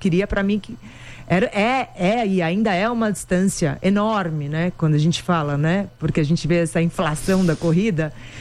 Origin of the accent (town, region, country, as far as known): Santos, São Paulo, Brazil